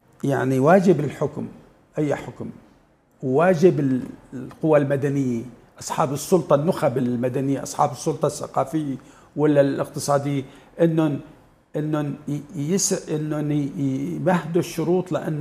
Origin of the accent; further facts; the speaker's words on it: Syria; نحن ما لنا كسوريين